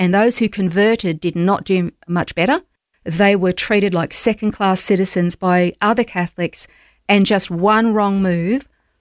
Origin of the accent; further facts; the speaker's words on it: Australia; I'm from Australia. I am a Christian.